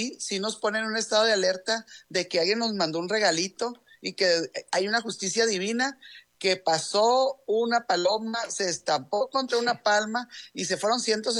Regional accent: Sinaloa, Mexico; lo que somos nosotros sinaloenses

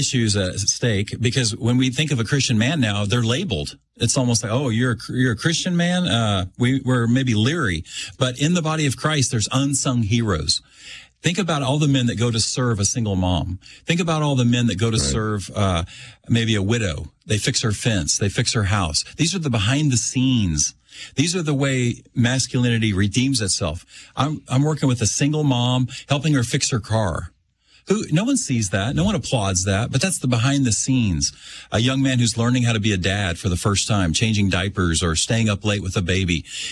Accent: Kansas, United States; and I'm from Kansas. I grew up in Kansas.

